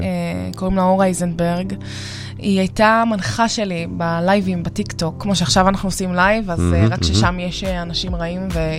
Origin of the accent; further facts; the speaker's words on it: Pardes Hanna-Karkur, Haifa District, Israel; born there; נולדתי בפרדס חנה קרקור.